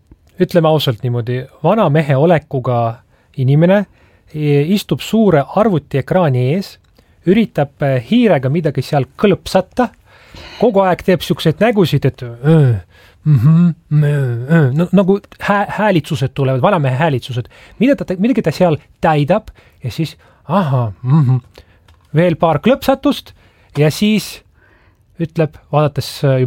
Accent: Russia; mul on palju sõpru. Ma kasvasin siin isiksusena. Loodan rahu ja armastust, et kõik oleks hästi. Ma olen venelane ja toetan oma riiki.

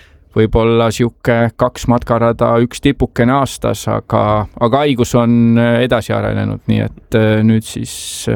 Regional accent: Tartu, Tartu County, Estonia; Toomel sündinud ja põline tartlane

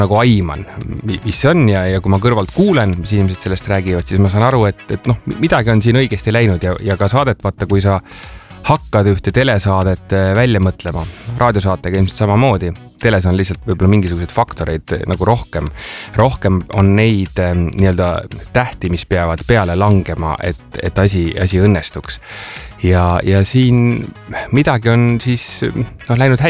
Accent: Pärnu, Pärnu County, Estonia; Tiiu, tead, kus ma olen kasvanud? Ma olen kasvanud Pärnu rannarajoonis.

